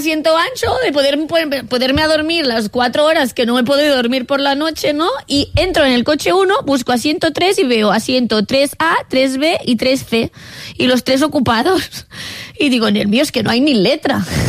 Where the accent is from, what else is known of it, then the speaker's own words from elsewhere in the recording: Catalonia, Spain; Evidentemente, yo pensaba que no podía ser más catalana, pues... Pues ahora soy más catalana aún.